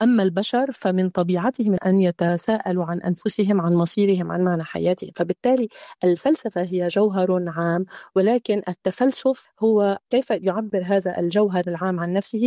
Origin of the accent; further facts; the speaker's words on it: Lebanon; فبالتالي نحن عندما نتفلسف كلبنانيين ثمة لغة وثمة مجتمع وثمة لحظة تاريخية حاضرة جميعها في قلب تفلسفنا